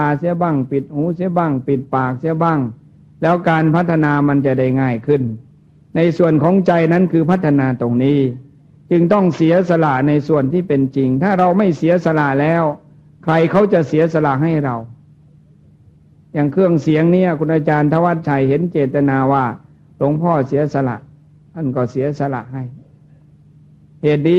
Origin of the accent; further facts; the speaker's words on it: Isan, Thailand; ยังเป็นเอกลักษณ์ลูกอีสานอยู่ลูกชาวนาชาวไร่